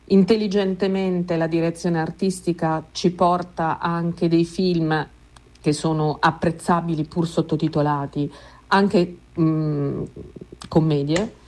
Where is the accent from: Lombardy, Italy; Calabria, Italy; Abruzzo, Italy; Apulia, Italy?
Lombardy, Italy; Milan; now in Rome, Italy; io non sono per niente bulgara, no. Io sono una milanese con nonno ungherese, che coi bulgari non c'è niente a che vedere, cresciuta a Milano e trasferita a Roma, quindi è tutto, e non so né una parola di bulgaro né una parola di ungherese.